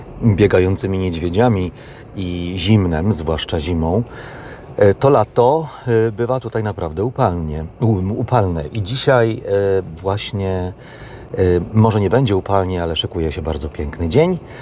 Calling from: Suwałki, Podlaskie Voivodeship, Poland; Ja dzwonię z Suwałk. Dzwonię, nagrywam się z Suwałk

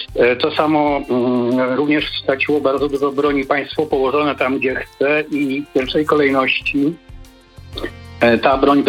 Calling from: Masovian Voivodeship, Poland; Dzwonię z Piaseczuset pod Warszawą

